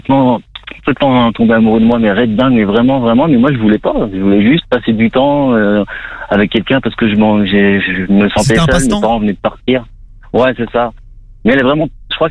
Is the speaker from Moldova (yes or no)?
no; France; Moi, je suis français. Moi, je suis français et je suis venu faire un visa voyage-vacances ici, enfin travail-vacances.